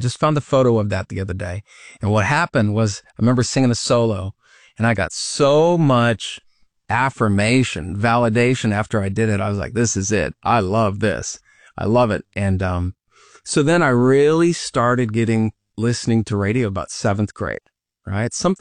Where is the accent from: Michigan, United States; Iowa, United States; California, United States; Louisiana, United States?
Iowa, United States; DeWitt; moved away; So I grew up in this tiny town of 5,000 people